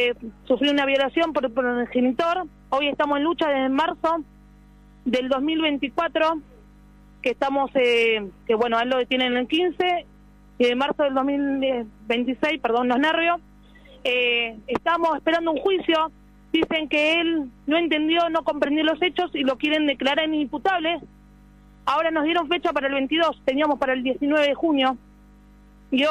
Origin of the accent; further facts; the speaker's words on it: San Justo, Buenos Aires Province, Argentina; A mí me está ayudando el Cajut de La Matanza. Nosotros somos de San Justo.